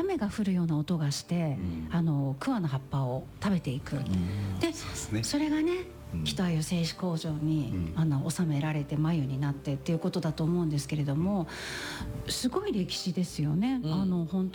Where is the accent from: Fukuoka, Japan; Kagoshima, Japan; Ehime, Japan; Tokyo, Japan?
Tokyo, Japan; born there; もう東京生まれといたしましてはこれが楽しくて